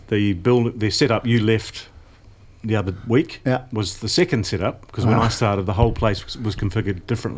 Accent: United Kingdom; moved away; I grew up on Kay Road because I spent a lot of time at the Mercury Theatre. I grew up down there when my mum was an actor.

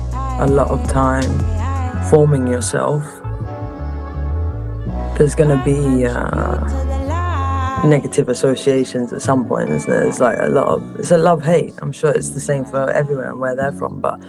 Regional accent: London, United Kingdom; also born or lived in seaside town; You know, I was born in London. I left London when I was around 11 or 12 and moved outside of London to like a seaside town. I did a lot of moving around as a kid. I moved back to London at 14 and back to the seaside

